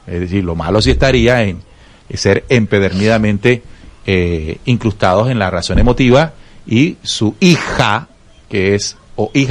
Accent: Barranquilla, Atlántico, Colombia; born there; yo soy barranquillero, yo nací en la ciudad de Barranquilla, el equipo de la ciudad en el que nací es el Junior.

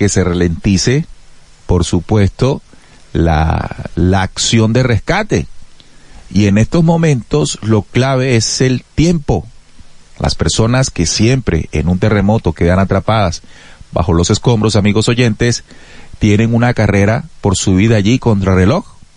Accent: Colombia

